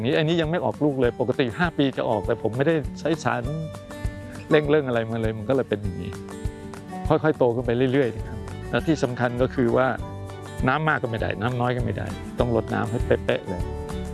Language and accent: Thai; Chumphon, Thailand; born there; ผมเกิดที่สวนจังหวัดชุมพรนี่แหละครับก็คือชาวสวน